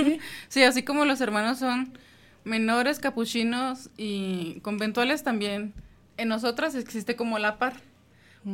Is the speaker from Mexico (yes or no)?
yes; Ciudad Juárez, Chihuahua, Mexico; born there; soy de Ciudad Juárez, tengo de profesión 6 años, pero votos perpetuos apenas 1.